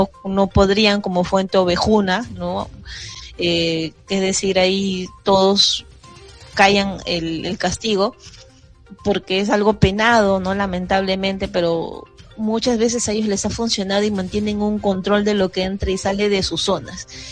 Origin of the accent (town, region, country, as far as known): Peru